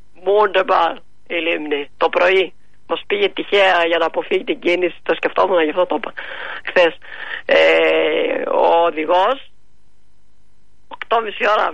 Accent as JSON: {"language": "Greek", "town": "Ioannina", "region": "Epirus", "country": "Greece", "moved": "yes", "said": "τα ωραία Γιάννενα, τρελαίνομαι για τα Γιάννενα. Καλά, δεν πέφτω κάτω καθόλου, επειδή είναι η πατρίδα μου."}